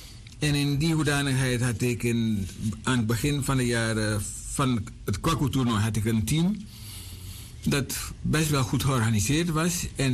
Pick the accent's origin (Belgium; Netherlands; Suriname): Suriname; wij nog hebben als Surinamers